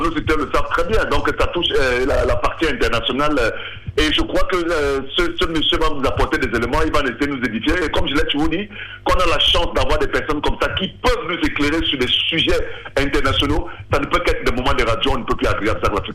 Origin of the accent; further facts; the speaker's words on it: Cameroon; now in France; même chez nous au Cameroun